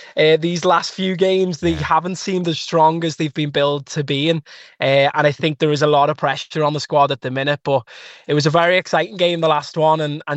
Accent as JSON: {"language": "English", "town": "Liverpool", "region": "North West England", "country": "United Kingdom", "moved": "yes", "lives_now": "Ireland", "said": "As a Liverpool fan and as a Scouser"}